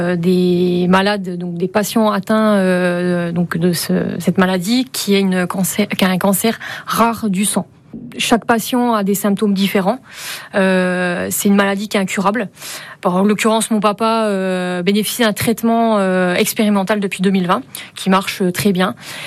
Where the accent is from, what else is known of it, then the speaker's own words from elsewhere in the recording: Colombier-Fontaine, Bourgogne-Franche-Comté, France; moved away as an adult; on se connaît depuis la maternelle, depuis qu'on a l'âge de 2 ans. On est originaire du village de Colombier-Fontaine.